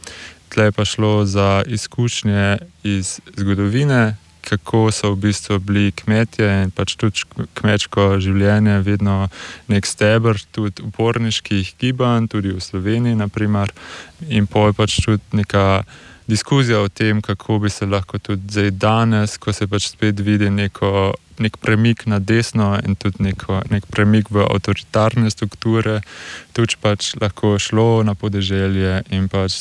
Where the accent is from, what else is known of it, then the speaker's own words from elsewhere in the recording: Bleiburg, Carinthia, Austria; Pač jaz sem iz Piberka in sem tam odraščal